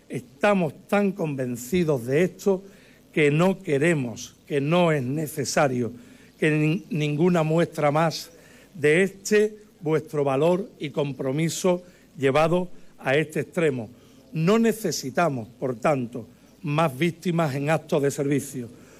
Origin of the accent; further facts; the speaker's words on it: Ayamonte, Andalusia, Spain; los ayamontinos